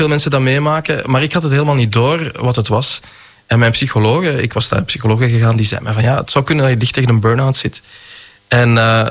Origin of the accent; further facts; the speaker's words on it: Zaventem, Flanders, Belgium; ik ben eigenlijk terug gaan wandelen in Ossegem, in Zaventem, waar ik vandaan kom, naar de plekken waar ik als kind en als jong volwassene ben geweest.